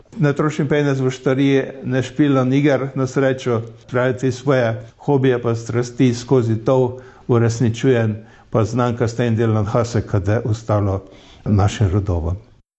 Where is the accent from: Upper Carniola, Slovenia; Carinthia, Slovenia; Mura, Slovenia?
Mura, Slovenia; Renkovci; born there; now in Beltinci, Slovenia; Za Beltinčara, ne vem, če si že lejko razglasim, če gledi, že 30 leti živim, ovak sem jaz, rojen je Renkovčar